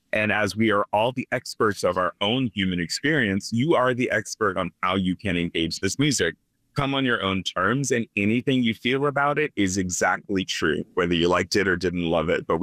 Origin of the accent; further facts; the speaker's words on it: Virginia, United States; born there; also born or lived in Portsmouth, Virginia / Richmond, Virginia / Orlean, Virginia; I was born in Portsmouth Naval Hospital, and you know, lived around that region and also Richmond growing up. But then, you know, we moved to Northern Virginia.